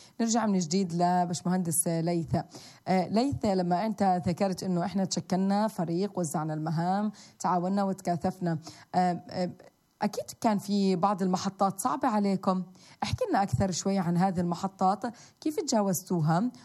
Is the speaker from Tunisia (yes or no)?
no; Palestine